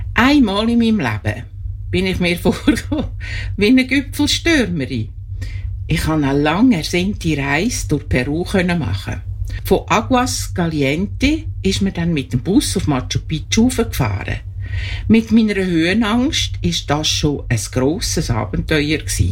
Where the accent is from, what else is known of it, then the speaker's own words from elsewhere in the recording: Lucerne, Switzerland; Ich bin in Luzern aufgewachsen